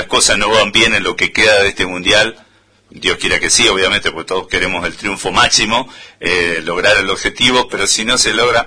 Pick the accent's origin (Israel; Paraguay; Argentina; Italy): Argentina; me voy a sentir agradecido de esa entrega total como argentino.